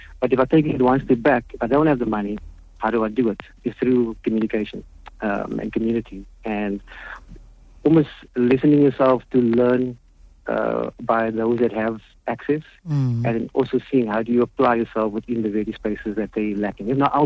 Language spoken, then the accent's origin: English; Athlone, Western Cape, South Africa; I'm from Athlone, from Thornton Road, went to Sunnyside Primary. So that is where I grew up. I'm 51 years old, so I understand the dynamics on that area.